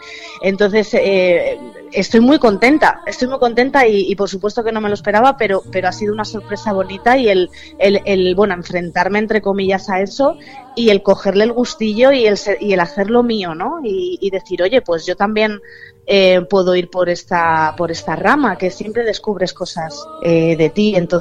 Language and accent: Spanish; Madrid, Community of Madrid, Spain; estos dos festivales de Madrid, de mi tierra